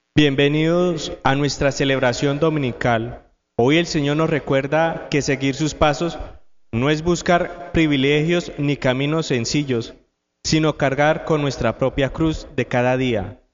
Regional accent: Colombia

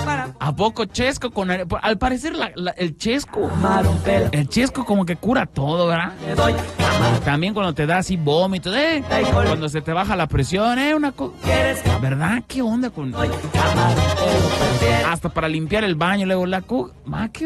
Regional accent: Argentina; now in Mexico; porque yo también soy de Argentina, vino aquí en México a vivir un poquito

